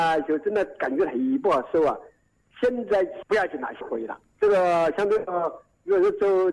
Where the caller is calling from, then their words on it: Tianmen, Hubei, China; 我是天门这个王城人呢。